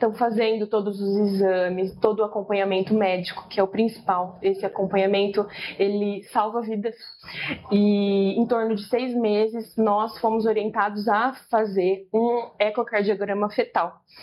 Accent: Lins, São Paulo, Brazil; Nós somos da cidade de Lins. Lins é 1h30 daqui

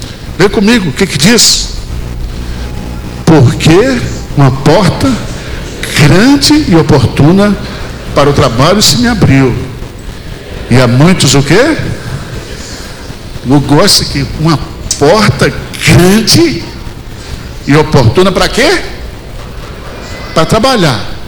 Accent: Bahia, Brazil; eu que sou baiano

